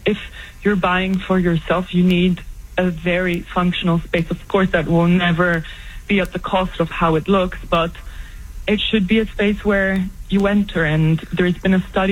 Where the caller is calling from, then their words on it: Greece; I'm dialing in from Greece. It's a pleasure to be here with you today.